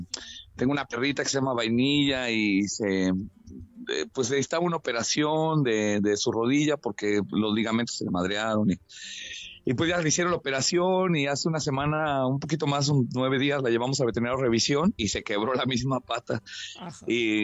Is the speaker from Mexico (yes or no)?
yes; Mexico